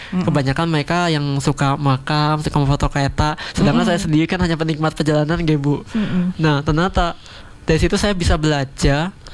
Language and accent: Indonesian; Bogor, West Java, Indonesia; accent: Jakarta; now in Jember, Indonesia; saya lahir di Kota Bogor, Ibu, Jawa Barat. Kemudian, tahun 2011-an itu saya pindah ke Jember dan hingga menetap di sini. Tapi untuk logat masih mempertahankan logat Jakarta.